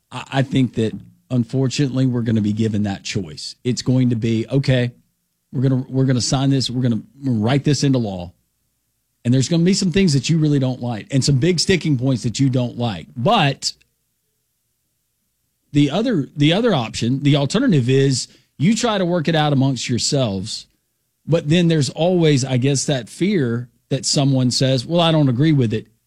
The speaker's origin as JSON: {"language": "English", "region": "Alabama", "country": "United States", "tie": "born or raised there", "said": "I was raised in Alabama."}